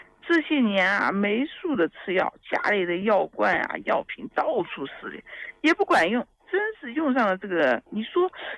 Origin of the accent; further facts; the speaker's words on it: Nanjing, Jiangsu, China; 李老师，我是南京的。